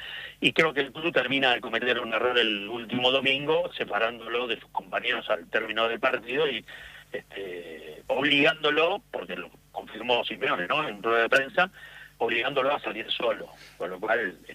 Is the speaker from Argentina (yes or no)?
yes; Argentina; also born or lived in Madrid, Spain